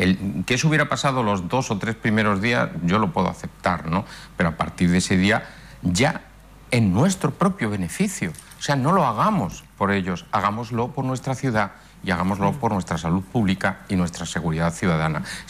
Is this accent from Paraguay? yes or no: no; Ceuta, Spain; somos los ceutíes